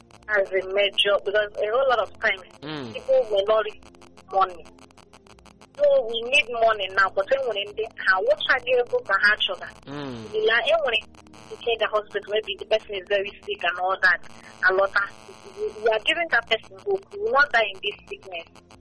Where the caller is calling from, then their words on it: Aba, Abia, Nigeria; I'm calling from Abba.